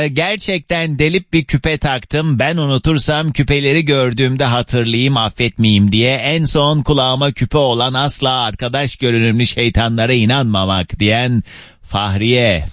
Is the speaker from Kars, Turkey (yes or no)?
yes; Kars, Turkey; Canım memleketim bu arada. Yeni dinleyenler bilmiyorsanız eğer, ben de Karslıyım.